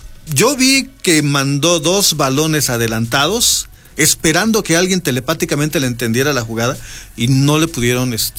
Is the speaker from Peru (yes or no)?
no; Mexico; Soy de San Francisquito.